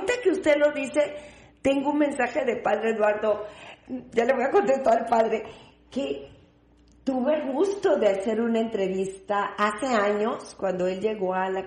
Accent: Oaxaca, Mexico; yo soy de Oaxaca.

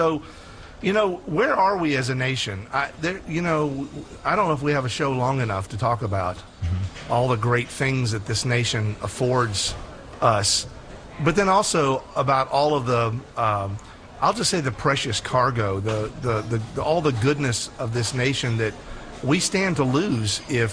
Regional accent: United States; I'm an American

